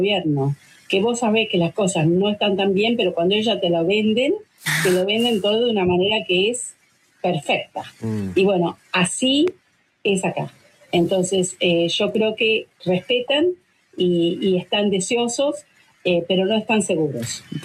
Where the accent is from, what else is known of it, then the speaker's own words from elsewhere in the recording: Argentina; moved away as an adult; also born or lived in Buenos Aires; now in Sheffield, United Kingdom; Vengo de un país donde el fútbol se juega con las manos. Y todos me decían, argentino.